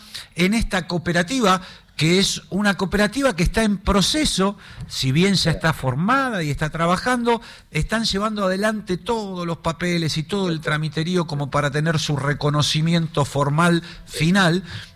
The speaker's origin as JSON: {"language": "Spanish", "region": "Tucumán", "country": "Argentina", "said": "vos sabés que nosotros somos de Tucumán, ¿sí? Y mi abuelo tucumano"}